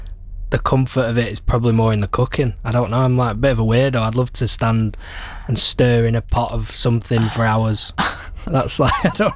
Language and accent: English; Manchester, North West England, United Kingdom; from Manchester, as you say. 28. Love travelling.